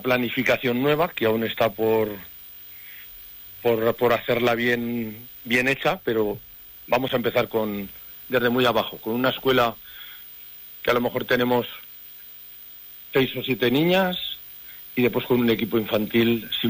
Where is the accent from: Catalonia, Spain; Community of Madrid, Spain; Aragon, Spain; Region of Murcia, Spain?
Aragon, Spain; Teruel; yo también soy yo soy de la provincia de Teruel, yo soy de Teruel, ¿eh?